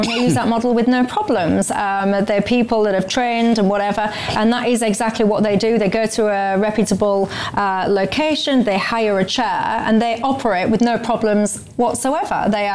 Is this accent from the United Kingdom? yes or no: yes; Hull, Yorkshire and the Humber, United Kingdom; where I'm from Hull.